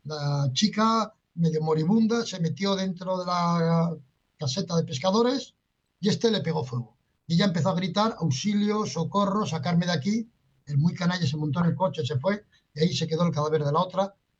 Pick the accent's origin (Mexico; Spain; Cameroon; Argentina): Spain; Pamplona, Navarre; volviendo a mi tierra en Pamplona